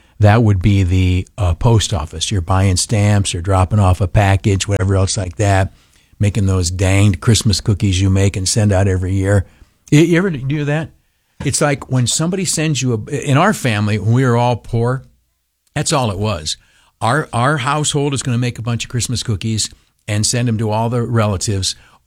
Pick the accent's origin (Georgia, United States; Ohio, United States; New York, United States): New York, United States; I'm a New Yorker